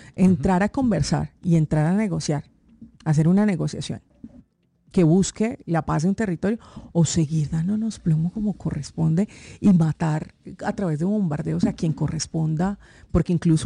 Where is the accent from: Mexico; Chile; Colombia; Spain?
Colombia